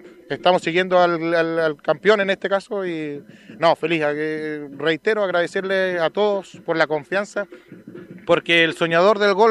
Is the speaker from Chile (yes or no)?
yes; Maule, Chile; entre maullenenses. Hay uno de Ramírez, yo de Baquedano